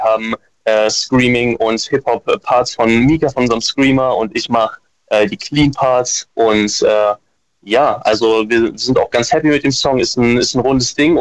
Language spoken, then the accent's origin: German; Braunschweig, Lower Saxony, Germany; Wir kommen aus Braunschweig und Umgebung.